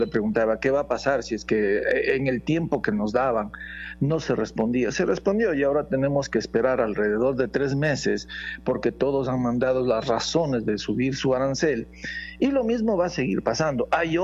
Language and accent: Spanish; Ecuador; somos los ecuatorianos.